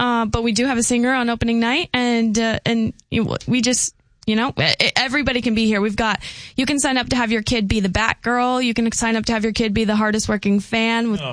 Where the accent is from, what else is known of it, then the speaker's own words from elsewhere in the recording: Dickinson, North Dakota, United States; now in Grand Forks, United States; I was born in Dickinson.